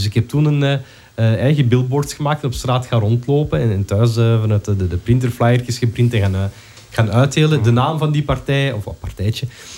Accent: Schilde, Flanders, Belgium; now in Antwerp, Belgium; Ik woon nu in Antwerpen, maar ik ben opgegroeid in Schilde.

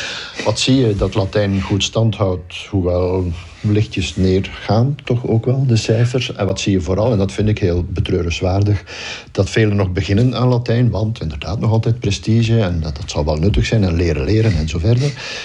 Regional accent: Poperinge, Flanders, Belgium; Ja, ik ben opgegroeid in Poperingen, in de Verre

